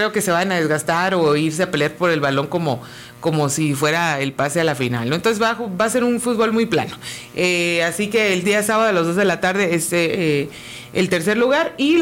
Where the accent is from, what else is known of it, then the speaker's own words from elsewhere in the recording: Argentina; Y nosotros somos argentinos.